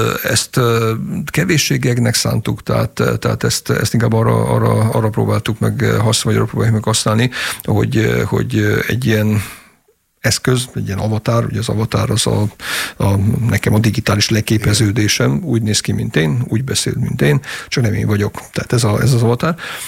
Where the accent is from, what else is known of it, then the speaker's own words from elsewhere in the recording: Zala, Hungary; nekem nincs zalai akcentusom, bár zalai vagyok